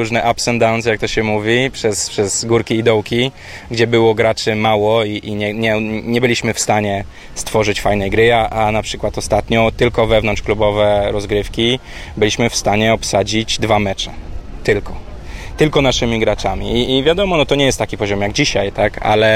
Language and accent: Polish; Gdańsk, Pomeranian Voivodeship, Poland; now in Warsaw, Poland; Dzisiaj mam, ja z Gdańska jestem, a do Warszawy dojeżdżamy cały weekend z tatą, żeby grać.